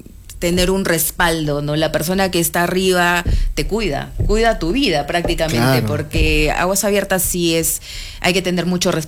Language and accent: Spanish; Arequipa, Peru; como arequipeña, como peruana